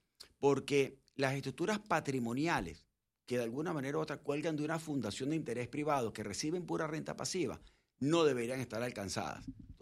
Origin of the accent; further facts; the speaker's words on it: Venezuela; accent: Venezuelan; moved away as an adult; now in Panama; Yo soy abogado venezolano, por el acento ya saben.